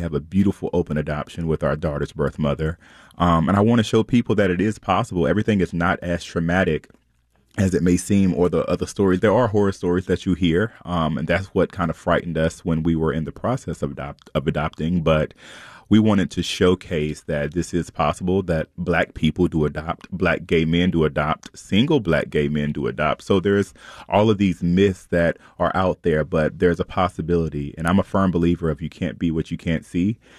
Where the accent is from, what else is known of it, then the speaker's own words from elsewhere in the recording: North Carolina, United States; Like, you know, I'm from North Carolina and I never saw Hillsborough being as progressive as I guess that it is now.